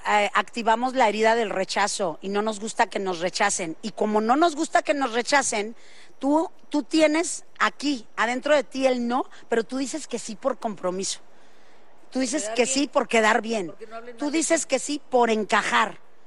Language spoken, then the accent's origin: Spanish; Monterrey, Nuevo León, Mexico; accent: norteño; soy norteña